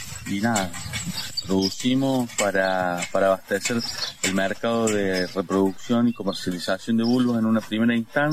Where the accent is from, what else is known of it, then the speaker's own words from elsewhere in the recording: Villa General Belgrano, Córdoba, Argentina; Nosotros somos de Villa General Belgrano y tenemos uno de nuestros campos, de nuestros principales campos, está acá en Hernando